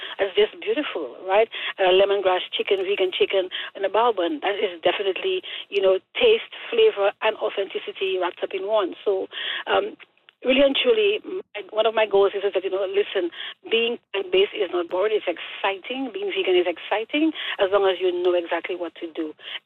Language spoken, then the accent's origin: English; St. Lucia; Oh, that's a good question, because I am from the Caribbean, but also traveled extensively.